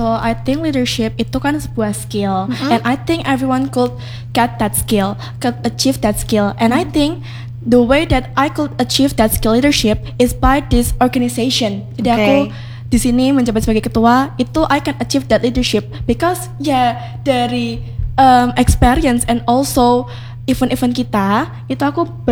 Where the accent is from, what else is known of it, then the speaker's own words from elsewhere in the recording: Surakarta, Central Java, Indonesia; also born or lived in Semarang; Enggak, aku lahir di Semarang tapi aku raised in Solo.